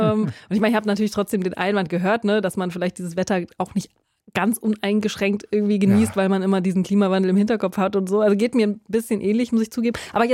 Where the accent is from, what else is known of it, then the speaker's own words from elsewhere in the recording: Rhineland-Palatinate, Germany; ich komme aus Rheinhessen, da sagt man dann nicht schlecht